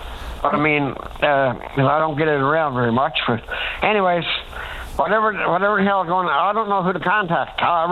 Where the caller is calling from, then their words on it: St. Lawrence, Newfoundland and Labrador, Canada